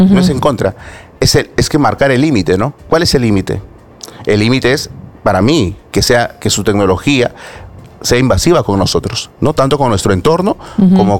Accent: Lima, Peru; Yo vengo de Villasalor

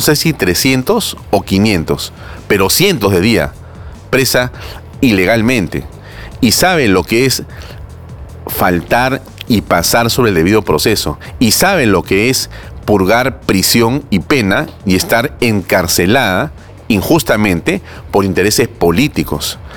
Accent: Peru

